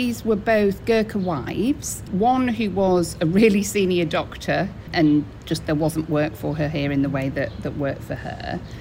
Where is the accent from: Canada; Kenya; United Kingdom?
United Kingdom; Stockport, North West England; I mean, I'm from Stockport, and you know, it gets to about 18 and everybody's got a strappy top and some flip-flops on.